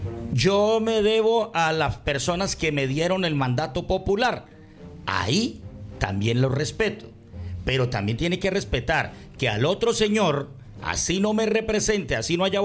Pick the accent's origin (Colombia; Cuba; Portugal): Colombia; Yo, en mi cédula dice República de Colombia. Yo soy colombiano. Así no haya votado, soy colombiano.